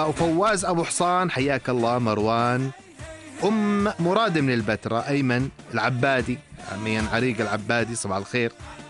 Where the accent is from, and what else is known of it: Jordan